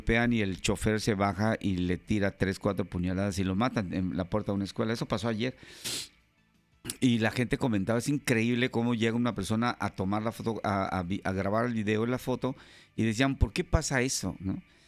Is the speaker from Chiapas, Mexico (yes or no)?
no; Chihuahua, Mexico; Y sí, yo soy de Chihuahua. Una muchacha chula de Chihuahua.